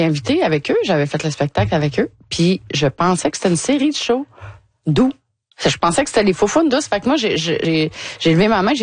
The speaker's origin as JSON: {"language": "French", "region": "Quebec", "country": "Canada", "tie": "born there", "moved": "yes", "said": "ado, j'étais en Gaspésie."}